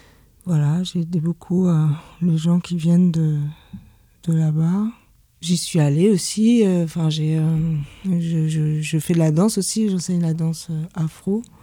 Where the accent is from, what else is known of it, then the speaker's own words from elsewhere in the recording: France; j'ai été adoptée, j'ai grandi en France